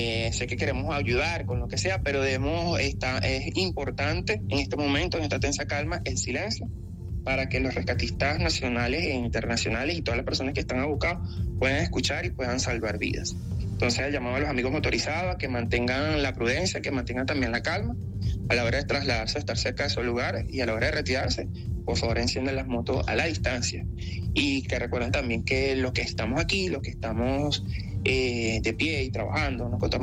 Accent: Venezuela; esa demanda que nos caracteriza como venezolanos

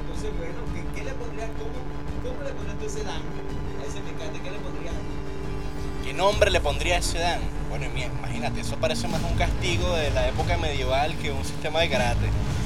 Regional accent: Venezuela

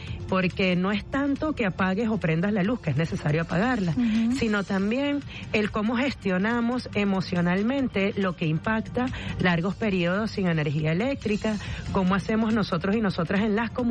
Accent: Los Teques, Miranda, Venezuela; yo soy allá de Los Teques

